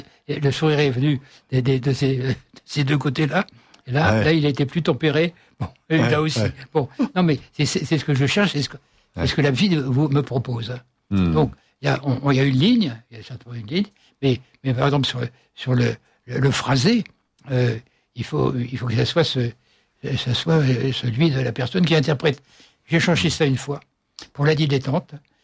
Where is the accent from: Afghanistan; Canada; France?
France; Nouvelle-Aquitaine; il y avait cette réplique qu'on dit chez moi dans le Poitou, on pleure pas la bouche pleine